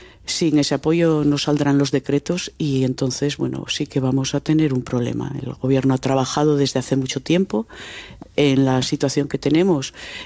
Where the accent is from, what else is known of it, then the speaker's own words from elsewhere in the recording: Asturias, Spain; Sí, soy de la cuenca, soy de la Guería Carrocera.